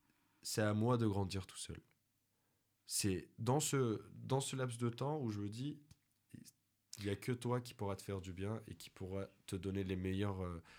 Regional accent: Clermont-Ferrand, Auvergne-Rhône-Alpes, France; also born or lived in Turkey (home town of birth); moi, qui ai grandi dans un quartier populaire, hein, j'ai grandi à la Gautière

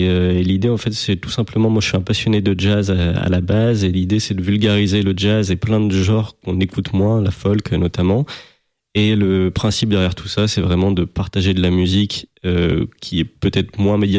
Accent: Amiens, Hauts-de-France, France; born there; j'ai 26 ans, je suis picard de naissance, amiennois.

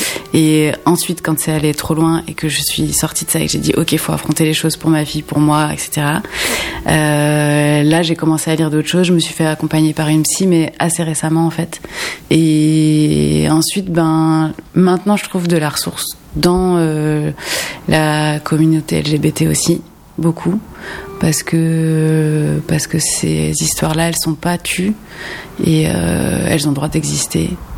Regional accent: Montpellier, Occitanie, France; also born or lived in Les Salles; J'ai grandi à Montpellier dans un squat jusqu'à mes 6-7 ans. Et puis ensuite, je suis partie dans un tout petit village avec ma maman qui s'appelle Les Salles. C'est vers le plateau du Larzac, quoi.

